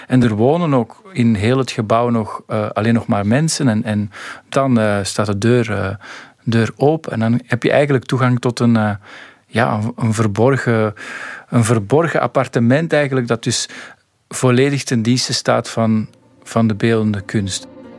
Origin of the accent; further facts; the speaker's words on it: Antwerp, Flanders, Belgium; We vergeten Linkeroever vaak wel eens als Antwerpenaar